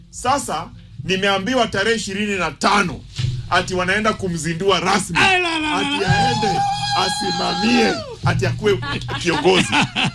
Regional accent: Kenya; Wa Kenya wenzangu.

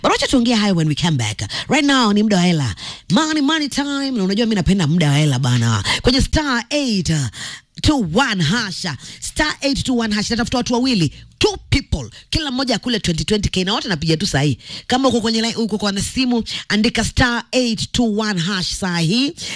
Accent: Diani, Kwale County, Kenya; moved away; mimi nimelelewa Diani.

